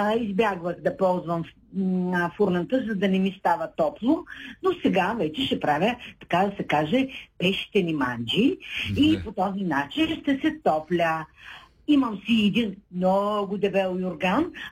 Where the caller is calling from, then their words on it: Shumen, Shumen Province, Bulgaria; съм от Шумен.